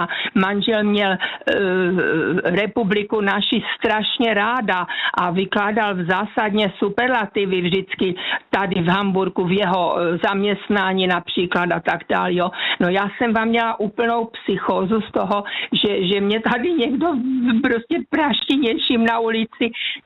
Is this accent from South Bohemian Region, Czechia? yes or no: no; Ostrava, Moravian-Silesian Region, Czechia